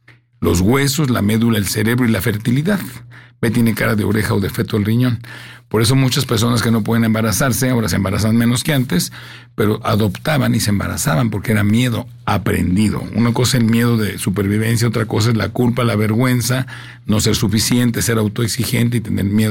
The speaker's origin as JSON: {"language": "Spanish", "town": "Tijuana", "region": "Baja California", "country": "Mexico", "tie": "born or raised there", "said": "Yo crecí en Tijuana."}